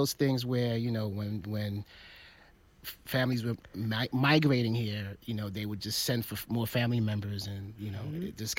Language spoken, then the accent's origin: English; New York City, New York, United States; I am Brooklyn born.